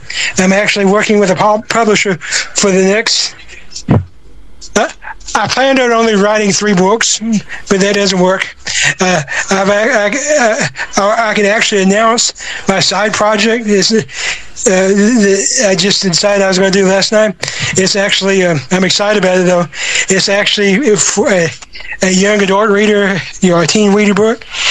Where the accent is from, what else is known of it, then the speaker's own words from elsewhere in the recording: Southern United States, United States; And growing up in the Bible Belt, I got that asked a lot in different ranges.